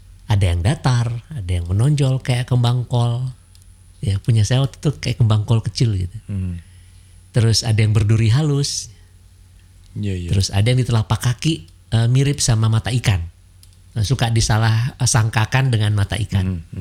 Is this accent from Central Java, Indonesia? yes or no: no; Bandung, West Java, Indonesia; Tadi saya kan orang Bandung Coret ya, dari barat, saya orang barat.